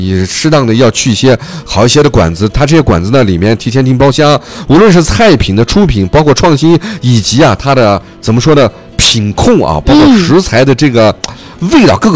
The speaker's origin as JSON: {"language": "Chinese", "region": "Xinjiang", "country": "China"}